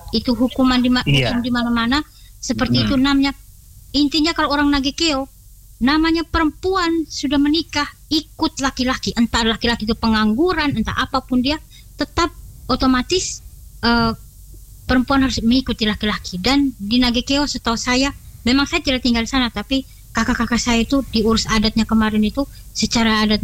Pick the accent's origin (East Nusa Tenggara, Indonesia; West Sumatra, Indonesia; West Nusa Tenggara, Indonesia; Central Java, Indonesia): East Nusa Tenggara, Indonesia; Nangaroro; Nah setahu saya kalau biasanya kami orang Nangaroro itu itu perempuan ikut laki-laki